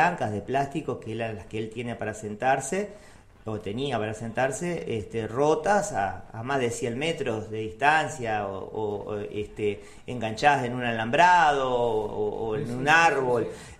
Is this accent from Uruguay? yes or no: yes; Uruguay; nosotros como uruguayos capaz que no lo notamos o no lo valoramos tanto, pero creo que vivimos en un hermoso país de gente muy buena